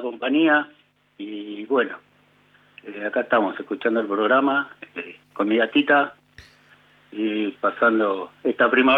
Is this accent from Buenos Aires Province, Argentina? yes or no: yes; Lanús, Buenos Aires Province, Argentina